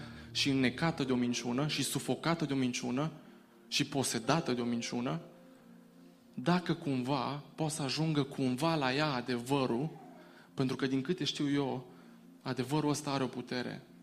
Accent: Baia Mare, Maramureș County, Romania; moved away; eu sunt din Baia Mare

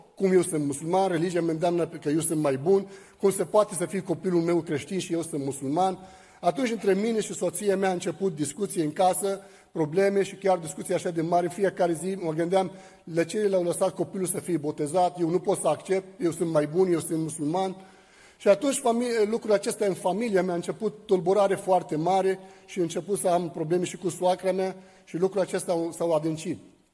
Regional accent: Lebanon; now in Bucharest, Romania; sunt din Liban, m-am născut dintr-o familie de musulmani și aici. Suntem 9 copii, 3 băieți și 6 fete.

